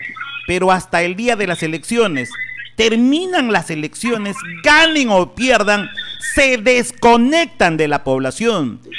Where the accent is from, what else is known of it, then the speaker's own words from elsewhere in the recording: Chiclayo, Lambayeque, Peru; Saludos a mi pueblo de Chiclayo, a mis hermanos, a los colectivos, o sea, a los colectivos ciudadanos.